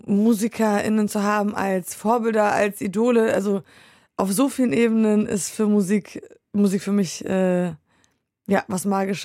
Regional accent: Poland; born or raised there

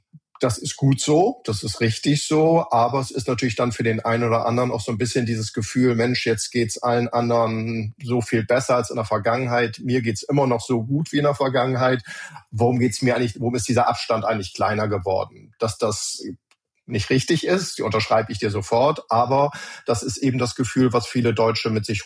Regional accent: Germany; gerade wenn man es mit anderen Ländern vergleicht, sind wir Deutsche schon ein Stück weit kritischer, sage ich es mal so.

